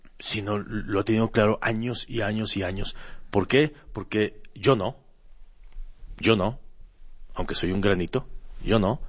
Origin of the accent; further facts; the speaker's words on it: Mexico; porque estamos en México y porque somos mexicanos.